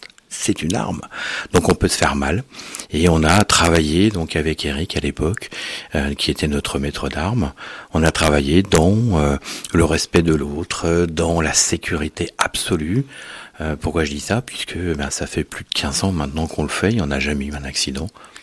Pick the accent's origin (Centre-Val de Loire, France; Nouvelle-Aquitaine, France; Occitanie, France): Centre-Val de Loire, France; Montrichard; je viens du Loir-et-Cher, de Montrichard exactement.